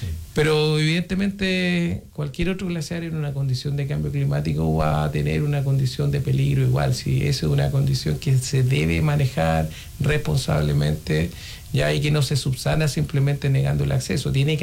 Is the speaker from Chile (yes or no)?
yes; Santiago, Santiago Metropolitan, Chile; Yo la verdad que vengo de Santiago, un turista más si se quiere, un afuerino, sí.